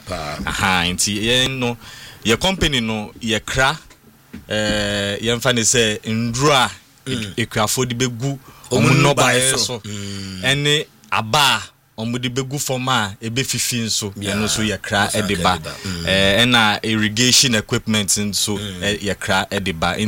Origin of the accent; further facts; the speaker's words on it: Ghana; But I'm more Ghanaian than